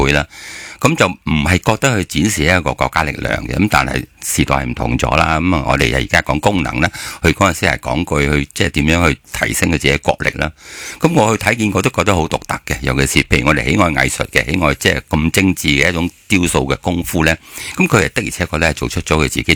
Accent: Hong Kong; 可能我哋香港人就唔覺啦，

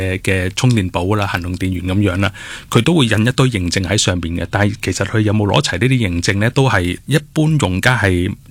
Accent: Hong Kong; 我哋香港人有時用啲產品，有時啲旅行充啊、行動電源，我哋比較喜歡嘅款式啦，就係又細又薄咁樣嘅。

